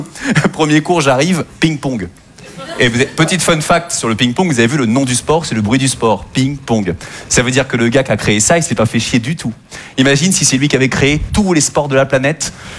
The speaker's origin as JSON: {"language": "French", "region": "Normandy", "country": "France"}